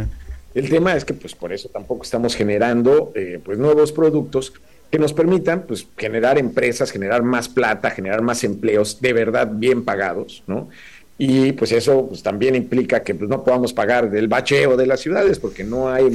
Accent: Mexico

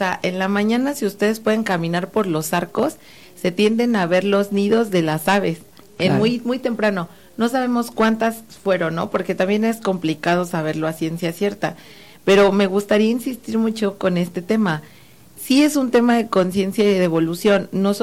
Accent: San Juan del Río, Querétaro, Mexico; yo soy del municipio de San Juan del Río.

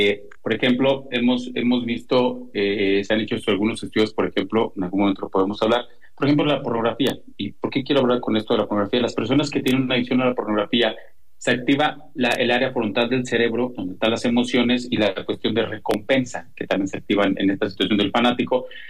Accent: Guanajuato, Mexico; yo que soy de Guanajuato y no sé, mi equipo es los Panzas Verdes de León, Guanajuato, eso me identifica, pertenezco y es mi ciudad, es mi estado

